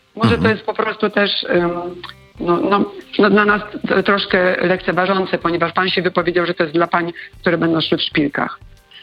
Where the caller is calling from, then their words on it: Łódź, Łódź Voivodeship, Poland; Dzwonię z Łodzi